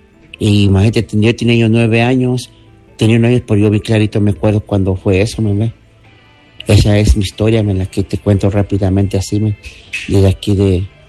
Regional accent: Apizaco, Tlaxcala, Mexico; Yo soy originario de Apizaco, Cerrito de Guadalupe.

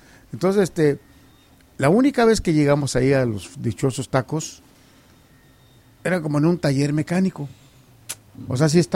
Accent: Guanajuato, Mexico; born there; moved away; de noche casi yo no iba de mi pueblo a Salvatierra, Guanajuato

